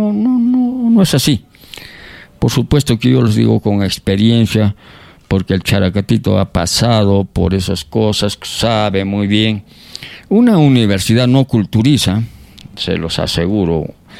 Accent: Lima, Peru; A mí no me vengan con cuentos que yo soy limeño

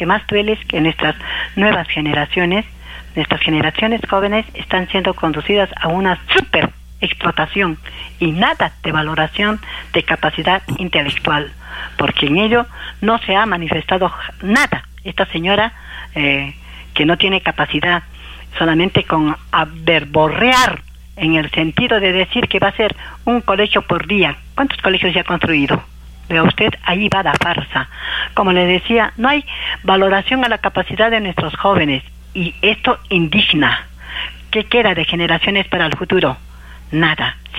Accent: Peru; born there; Somos peruanos, hemos nacido en esta tierra y tendremos que dejar los huesos en esta tierra.

